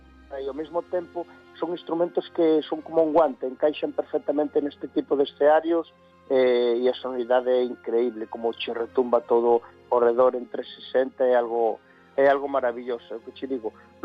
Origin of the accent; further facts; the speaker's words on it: Galicia, Spain; sinto-me moi honrado como galego de ver que a xente acude aos meus concertos